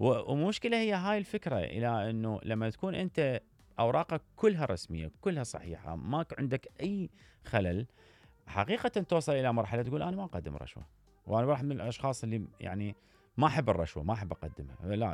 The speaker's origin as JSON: {"language": "Arabic", "country": "Iraq", "said": "انا دائما اقول القوانين عندنا في العراق باعتبارها قديمة جدا وسلالة،"}